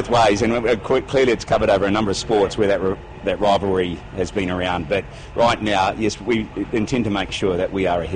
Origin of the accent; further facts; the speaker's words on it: New Zealand; I'm a New Zealander, and Aussies are our biggest rivals when it comes to sport.